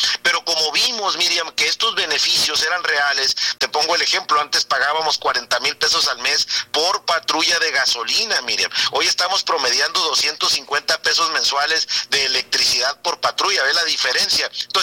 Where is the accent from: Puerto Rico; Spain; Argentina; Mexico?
Mexico; Guaymas, Sonora; now in Hermosillo, Mexico; soy oriundo de Guaymas